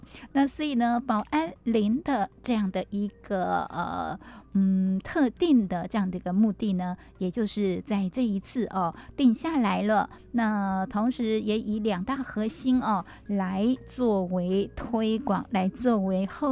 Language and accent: Chinese; Hualien County, Taiwan; 我们花莲人呢，一听到土石流、风灾、水灾，一定呢是觉得并不陌生